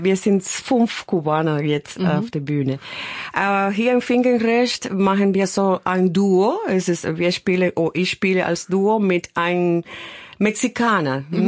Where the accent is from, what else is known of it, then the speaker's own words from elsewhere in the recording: Havana, Cuba; German is a second language; Ich komme aus Havana, ja.